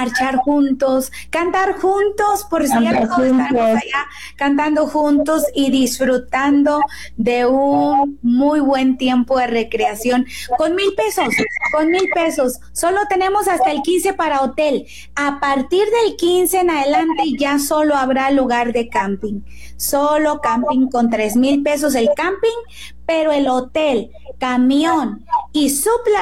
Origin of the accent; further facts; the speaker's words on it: Guerrero, Mexico; yo soy cerca de Zihuatanejo